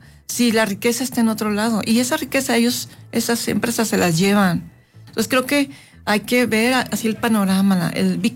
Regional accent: Sinaloa, Mexico; moved away as an adult; now in San Luis Potosí, Mexico; En Sinaloa, en mi tierra natal

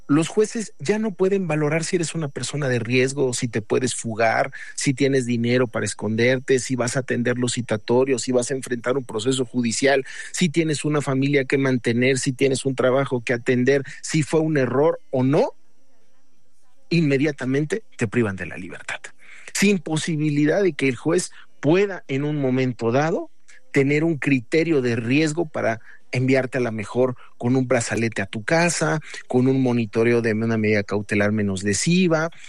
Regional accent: Mexico; como mexicanos siempre somos dados a tratar de resolverlo con el primo de un amigo

